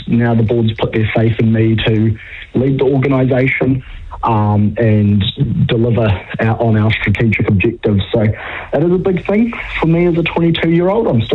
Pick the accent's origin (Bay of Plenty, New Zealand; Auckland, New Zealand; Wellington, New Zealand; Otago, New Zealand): Otago, New Zealand; Dunedin; I'm from Dunedin, so it's much warmer up here in Raglan. Down south, it's a bit colder, but no, Raglan's tropical to me.